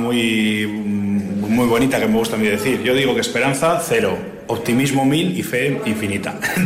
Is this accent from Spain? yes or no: yes; Basque Country, Spain; Yo volveré a mi pueblo tranquilamente, que estoy haciendo una casita en un pueblo aquí de Álava